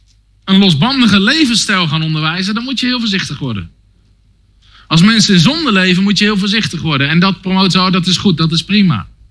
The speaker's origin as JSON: {"language": "Dutch", "country": "Netherlands", "said": "wij als Nederlanders"}